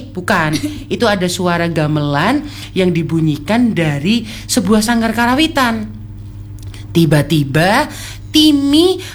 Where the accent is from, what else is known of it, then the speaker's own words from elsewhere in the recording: Malang, East Java, Indonesia; sebagai warga Malang, kita harus tahu gamelan Malangan